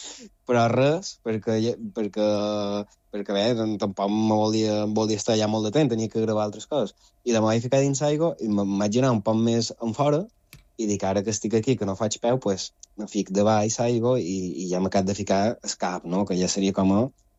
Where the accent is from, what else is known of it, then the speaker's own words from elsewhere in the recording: Balearic Islands, Spain; com a mallorquí, com a resident de l'illa